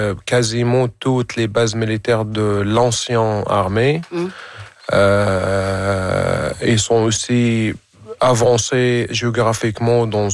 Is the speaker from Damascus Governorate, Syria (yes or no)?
no; Hamouria, Rif Dimashq, Syria; moved away; Je viens d'une ville qui s'appelle Hamouria, qui a c'est une ville qui compte 23 000 habitants.